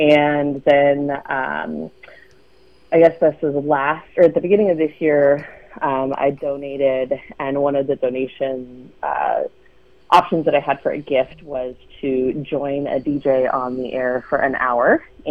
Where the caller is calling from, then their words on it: San Leandro, California, United States; And I'm calling from San Leandro.